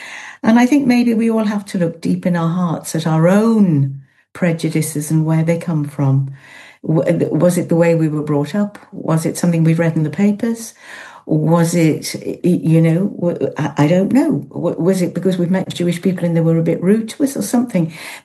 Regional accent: Yorkshire and the Humber, United Kingdom; accent: Yorkshire; you'd know it was Yorkshire, wouldn't you, from my accent?

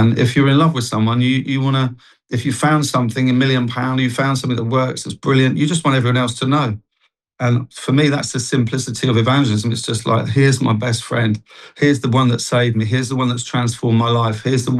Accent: Isle of Wight, South East England, United Kingdom; moved away; also born or lived in London; Well, I grew up on the Isle of Wight.

